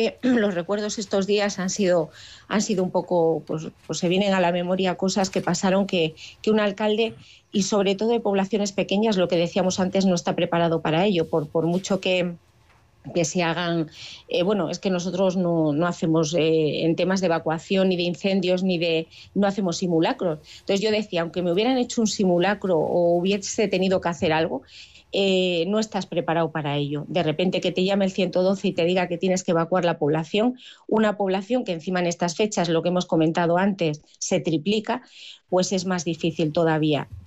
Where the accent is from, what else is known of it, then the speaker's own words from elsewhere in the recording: Villar de Plasencia, Extremadura, Spain; soy de Villar de Plasencia, evidentemente, pues tú desde tu infancia vives las fiestas